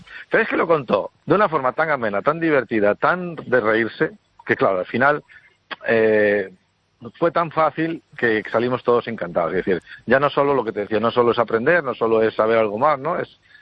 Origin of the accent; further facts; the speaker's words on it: Galicia, Spain; joder, qué bonita es mi tierra, cuántas cosas tenemos, qué bonita es la historia